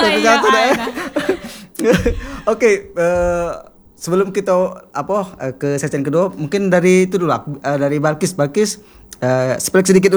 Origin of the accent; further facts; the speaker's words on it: South Sumatra, Indonesia; daerah aku juga itu.